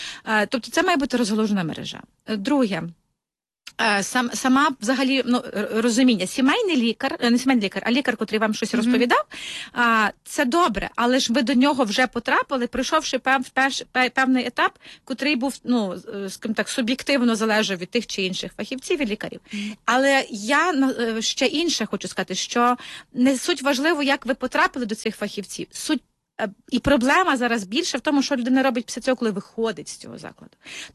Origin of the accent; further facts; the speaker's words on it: Kyiv, Ukraine; Ми, mm-hmm. як кияни, виділяємо кошти